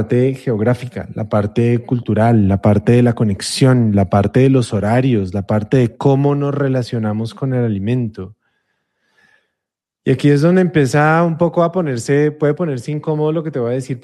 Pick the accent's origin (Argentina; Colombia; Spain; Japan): Colombia; moved away; Yo soy colombiano